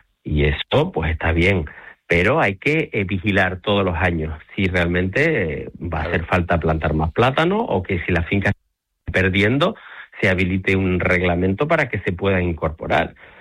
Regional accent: Los Llanos de Aridane, Canary Islands, Spain; Yo soy de los Llanos de Aridanes.

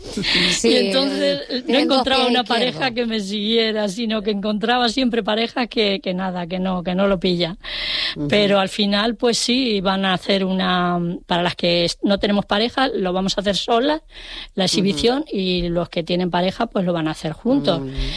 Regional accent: Toledo, Castilla-La Mancha, Spain; now in Canary Islands, Spain; Vengo de Toledo

